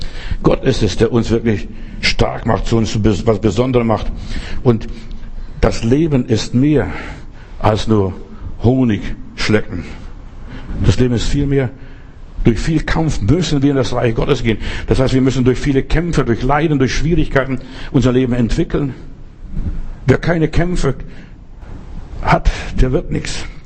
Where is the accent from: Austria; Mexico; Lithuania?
Lithuania; Klaipėda County; was ich im Schneesturm im Winter bei uns in Ostpreußen, also im Memelland, erlebt habe.